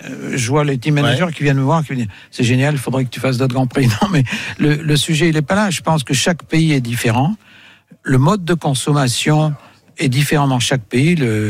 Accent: Auvergne-Rhône-Alpes, France; Non, c'est bon, moi, je suis auvergnat, alors.

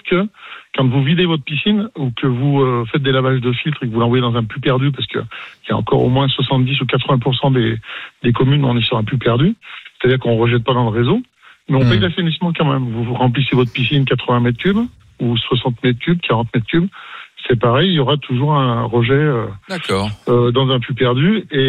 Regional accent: Auvergne-Rhône-Alpes, France; chez nous, en Isère

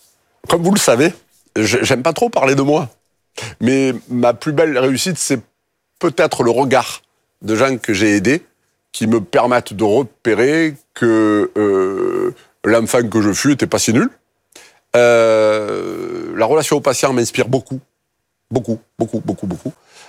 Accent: Marseille, Provence-Alpes-Côte d'Azur, France; accent: Marseille accent

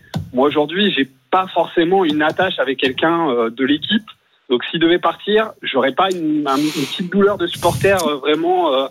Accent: Rennes, Brittany, France; Aujourd'hui, je suis content pour le Stade Rennais, je suis Rennais, je suis supporter

